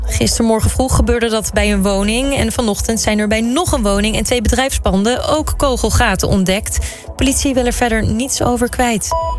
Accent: Harlingen, Friesland, Netherlands; dat is wel tijdens de Tallship Races in Harlingen. Oh. Waar ik vandaan kom.

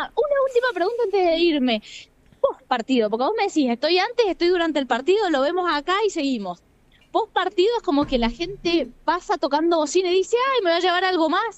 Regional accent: Argentina

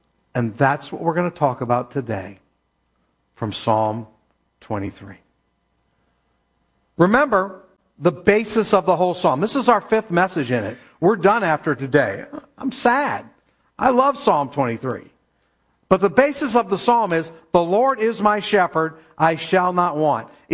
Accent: Keene, New Hampshire, United States; born there; I was born in Keene, New Hampshire. If you've ever been to Camp Spofford, about 5 miles from Camp Spofford.

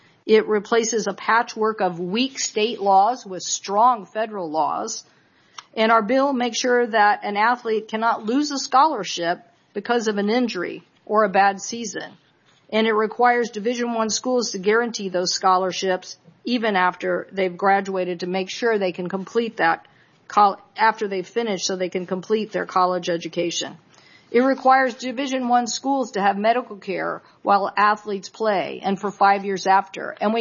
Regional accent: Washington, United States; Kansas, Colorado, Rutgers, and Washington State, my home state, beloved institutions with strong alumni bases and storied histories, are getting hollowed out.

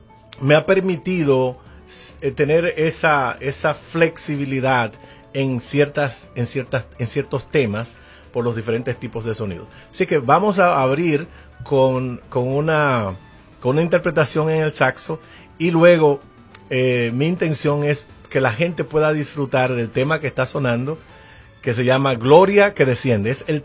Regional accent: Dominican Republic; Grabamos el video en mi tierra, en la República Dominicana.

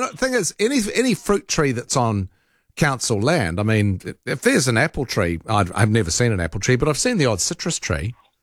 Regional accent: Rotorua, Bay of Plenty, New Zealand; Like, actually, I grew up in Rotorua. My parents built a house there.

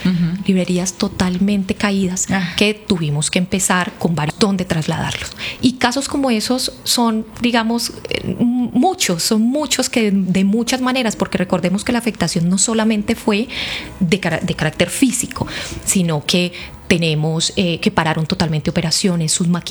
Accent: Cali, Valle del Cauca, Colombia; hay algo que nos representa como caleños, y es el monumento de la solidaridad.

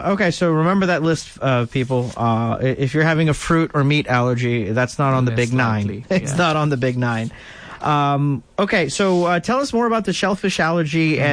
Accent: Beaumont, Texas, United States; Okay, yeah, that's my neck of the woods. I'm from Beaumont as well.

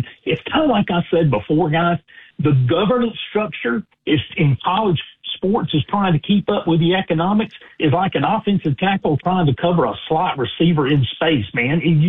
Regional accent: Baldwin County, Alabama, United States; now in Tennessee, United States; You know I'm in Tennessee, up in the mountains now, but I grew up in Baldwin County, Alabama.

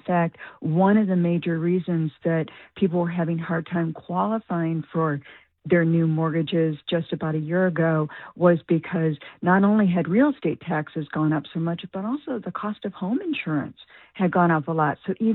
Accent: Detroit, Michigan, United States; That, of course, was the extreme in the 1970s, which I grew up with in the Detroit area in the 1970s.

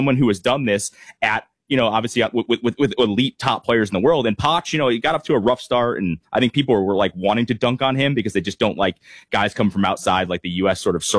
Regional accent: Connecticut, United States; like I grew up in Connecticut, so I didn't really subscribe to the New York Boston thing.

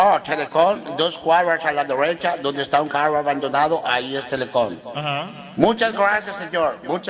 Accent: Chibolo, Magdalena, Colombia; Yo soy de Chibolo, Colombia, Magdalena.

